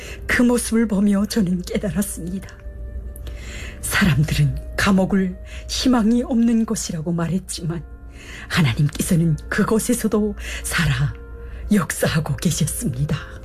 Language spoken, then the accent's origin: Korean; North Hamgyong, North Korea; born there; moved away as an adult; 저는 북한 함경북도에서 태어나 가족을 위해 중국으로 탈북했지만 인신매매를 당했습니다.